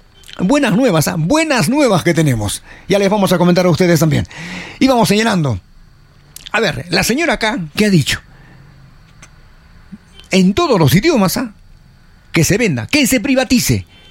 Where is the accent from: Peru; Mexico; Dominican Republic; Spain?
Peru